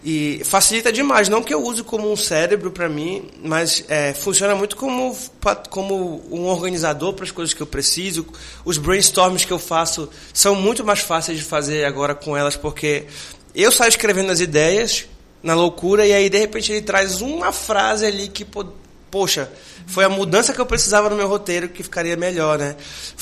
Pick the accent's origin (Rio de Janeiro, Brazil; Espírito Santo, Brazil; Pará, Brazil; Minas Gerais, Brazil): Pará, Brazil; accent: Paraense